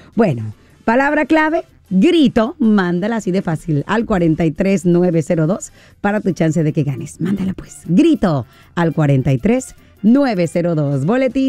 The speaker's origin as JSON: {"language": "Spanish", "town": "Mazatlán", "region": "Sinaloa", "country": "Mexico", "tie": "born or raised there", "said": "Pero disfruté mi tierrita, mi terruño, mi charco de Mazatlán por allá, oiga."}